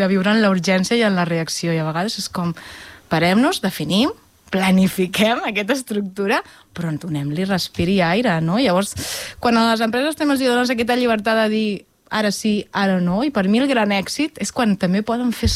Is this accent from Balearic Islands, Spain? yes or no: no; La Selva del Camp, Catalonia, Spain; born or raised there; also born or lived in Reus